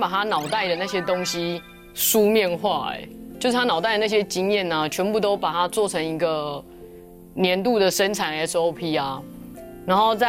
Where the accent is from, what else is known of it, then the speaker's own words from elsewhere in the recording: Taiwan; 那将来它那台湾长出来的品种就比较能适应我们台湾的气候这样子。